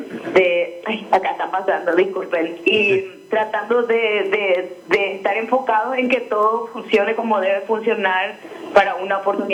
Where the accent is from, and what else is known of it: Paraguay